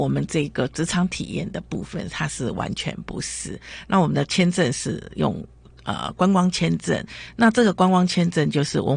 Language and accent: Chinese; Taiwan; 像我们台湾人的话，就很直接的就跟你